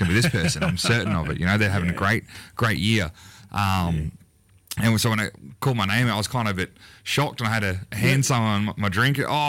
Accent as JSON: {"language": "English", "town": "Logan Reserve", "region": "Queensland", "country": "Australia", "tie": "born or raised there", "also_born_or_lived": "Gold Coast", "said": "I grew up just a bit out of Brizzy there at Logan Reserve on a bit of acreage there, and I guess being on a bit of acreage, you know, we've always had our own cows and sheep and pigs and chickens"}